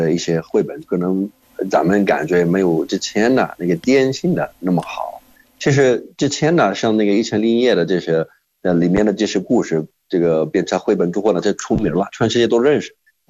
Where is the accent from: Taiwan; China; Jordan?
Jordan; Chinese is a second language; 我是来自约旦的